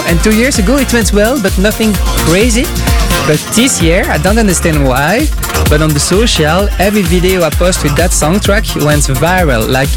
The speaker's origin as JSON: {"language": "English", "town": "Brussels", "region": "Brussels-Capital Region", "country": "Belgium", "second_language": "English", "said": "So I'm from Belgium, I'm from Brussels"}